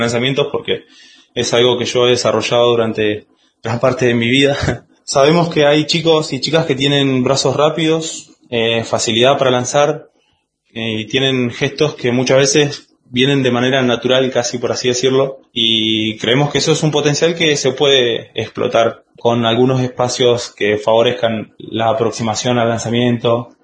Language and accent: Spanish; Paso del Sapo, Chubut, Argentina; also born or lived in Buenos Aires; Yo también soy del interior, soy de Paso del Sapo